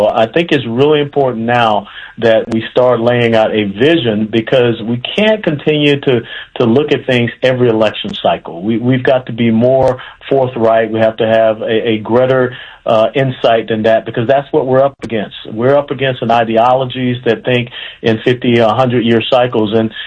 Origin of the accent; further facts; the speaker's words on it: Georgia, United States; Well, and look, I grew up in Georgia.